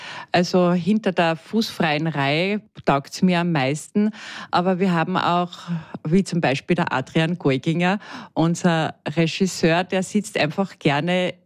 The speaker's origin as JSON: {"language": "German", "region": "Upper Austria", "country": "Austria", "tie": "born or raised there", "moved": "as an adult", "lives_now": "Salzburg, Austria", "said": "Müllviertlerin, um genau zu sein."}